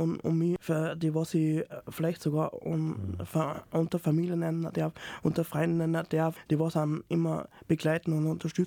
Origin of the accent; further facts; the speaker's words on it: Salzburg, Austria; Ich bin in Salzburg Liefering aufgewachsen, habe die Vorschule und die erste Klasse in Liefering bestritten.